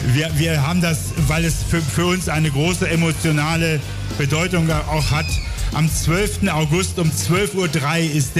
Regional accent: Saxony, Germany; Ja, erstmal ein herzliches Glück auf. So wie man bei uns im Erzgebirge sagt, ein alter Bergmannsgruß, der sich bis heute gehalten hat.

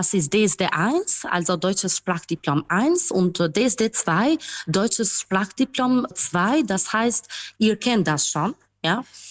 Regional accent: Albania; born there; German is a second language; also born or lived in Germany; Ja. Ich bin in Albanien geboren.

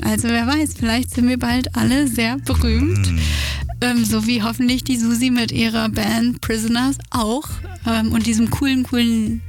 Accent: Bavaria, Germany; moved away; Also ich komme ja auch aus Bayern

